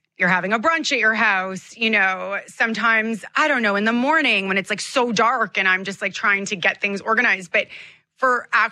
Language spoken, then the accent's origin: English; Toronto, Ontario, Canada; Growing up in Toronto, our weather is so extreme.